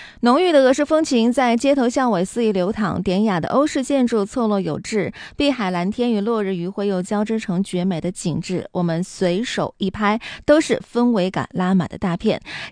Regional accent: Harbin, Heilongjiang, China; 它离我们哈尔滨是近在咫尺的，我们不用转机，坐着高铁就能够轻松出境，这也是独属于我们东北人的出境游福利。

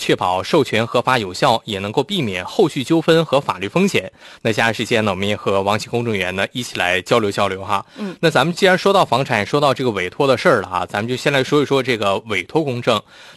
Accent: Northeast China, China; 像我们东北人啊，好多人都在异地有房产啊

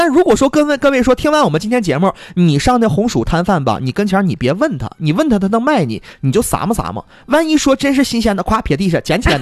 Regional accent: Northeast China, China; 他说有道菜特别适合咱们东北人

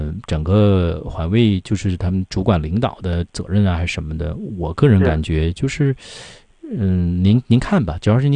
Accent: Northeast China, China; 用咱们东北话，或者这不叫东北话吧

